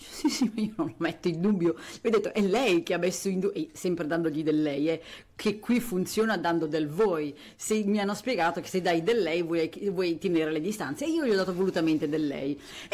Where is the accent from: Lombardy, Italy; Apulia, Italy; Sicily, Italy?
Lombardy, Italy; Crema; now in Naples, Italy; io sono cremasca